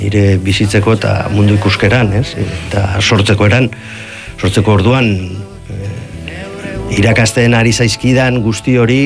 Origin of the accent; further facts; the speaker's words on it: Basque Country, Spain; oso nire haurtzarora, ni euskaldun izateko nire modura eroaten nau